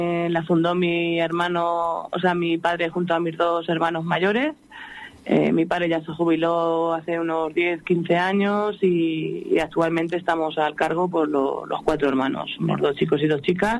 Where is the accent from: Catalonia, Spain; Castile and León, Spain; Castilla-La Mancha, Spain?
Castilla-La Mancha, Spain; Las Pedroñeras; Sí, sí, yo nací y crecí aquí en Las Pedroñeras y actualmente sigo viviendo aquí.